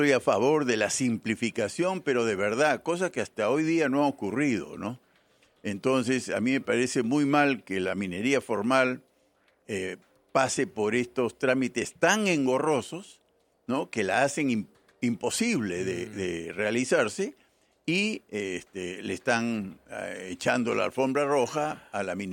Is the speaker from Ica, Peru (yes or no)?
yes; Ica, Peru; estoy encantado de que sea en mi tierra, en Ica.